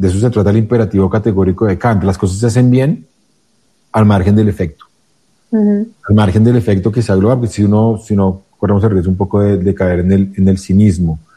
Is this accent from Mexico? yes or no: no; Colombia